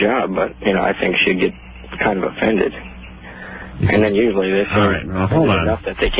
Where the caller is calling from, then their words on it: Sacramento, California, United States; Sacramento, California.